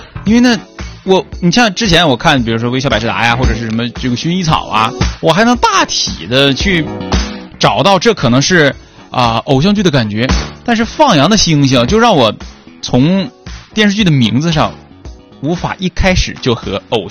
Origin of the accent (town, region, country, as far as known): Northeast China, China